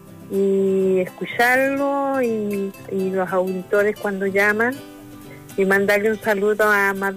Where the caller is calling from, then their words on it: Copiapó, Atacama, Chile; Copiapina.